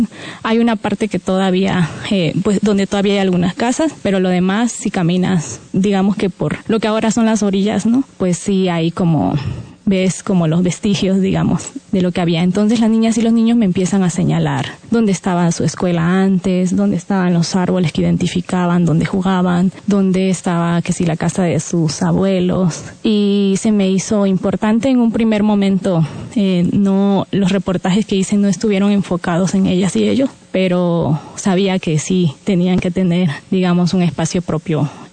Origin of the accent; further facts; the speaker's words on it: Tabasco, Mexico; soy de Tabasco